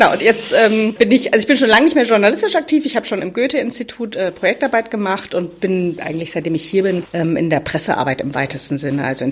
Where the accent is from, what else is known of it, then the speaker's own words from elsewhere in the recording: Thuringia, Germany; now in Dresden, Germany; ich komme natürlich aus Thüringen und ich bin Thüringerin und das bleibe ich auch den Rest meines Lebens, auch wenn ich vermutlich in Sachsen alt werde. Genau, also ich bin Thüringerin, aber ja, ich lebe in Dresden und ich bin auch ganz gern Dresdnerin. Mein Mann ist Dresdner, deswegen bin ich hier irgendwann mal gelandet